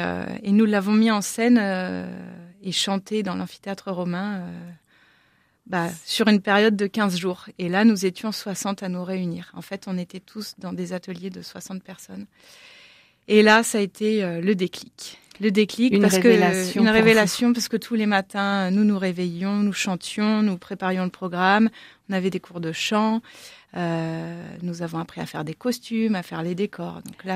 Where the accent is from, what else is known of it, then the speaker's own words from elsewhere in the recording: Pays de la Loire, France; Et là où j'ai grandi, en Mayenne également, il avait les clés de toutes les églises et les paroisses.